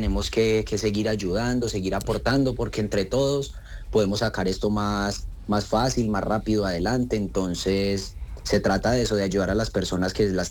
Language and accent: Spanish; Armenia, Quindío, Colombia; Sí, señor, yo soy de acá de Armenia, Quindío.